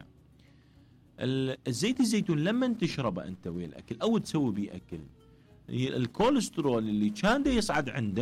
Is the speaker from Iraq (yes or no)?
yes; Iraq; احنا كمنطقه عراقيين